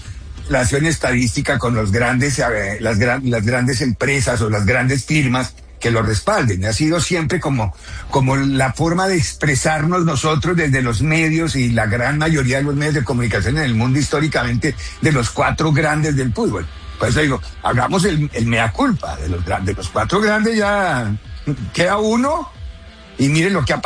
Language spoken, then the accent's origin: Spanish; Colombia